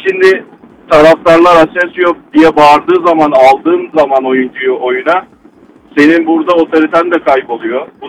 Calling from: İzmir, Turkey; İzmir Karşıyaka

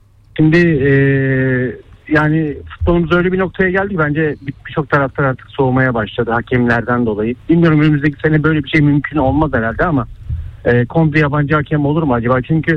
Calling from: Istanbul, Turkey; ben İstanbul'dan, Fenerbahçeliyim.

